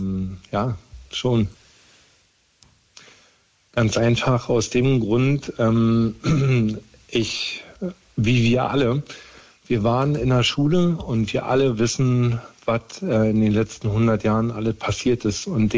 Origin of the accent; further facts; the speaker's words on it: Germany; Also ich dachte, soweit wird es hier bei mir, also in Deutschland, in meinem Heimatland, nie wieder wird es so weit kommen, dass man sowas zulässt.